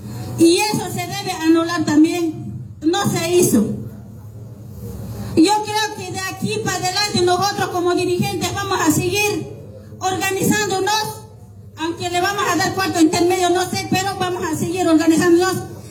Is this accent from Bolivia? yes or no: yes; Bolivia; aquí somos muy mansitos como bolivianos